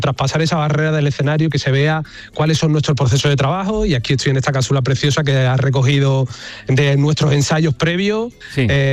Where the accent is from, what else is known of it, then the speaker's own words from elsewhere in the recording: Coria del Río, Andalusia, Spain; y mi pueblo no hablo de Coria del Río, que soy oriundo de ahí, sino de mi gente, de mi pueblo, de mi país.